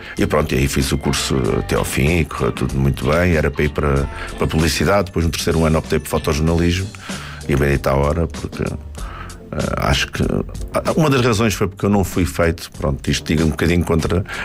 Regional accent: Lisbon, Portugal; Então a nossa vida foi sempre em Lisboa. Já nasci em Lisboa, embora que seja Viana do Castelo, é a minha terra, digamos assim

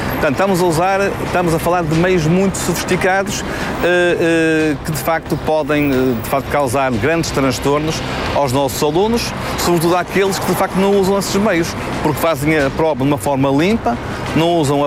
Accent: Portugal; Nós, em Portugal

